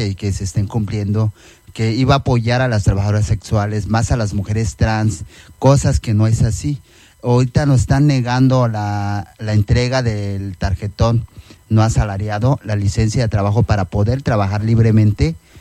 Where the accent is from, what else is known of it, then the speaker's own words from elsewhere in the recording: Xochistlahuaca, Guerrero, Mexico; soy una mujer indígena, vengo del estado de Guerrero, la Costa Chica. Mi pueblito se llama Sulha Namuzgo y en español es sochisclauca.